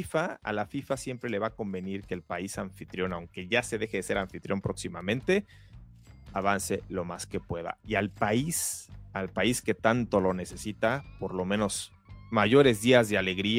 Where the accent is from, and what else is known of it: Mexico